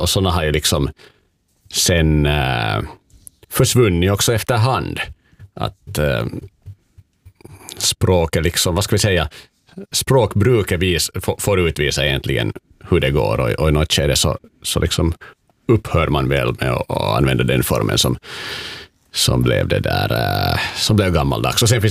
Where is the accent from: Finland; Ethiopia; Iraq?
Finland; oss finlandssvenskar